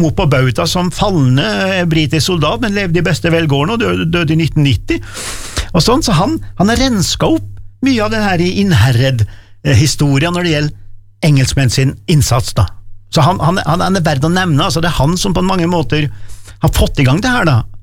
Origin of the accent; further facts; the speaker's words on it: Dombås, Innlandet, Norway; jeg kommer fra Domås.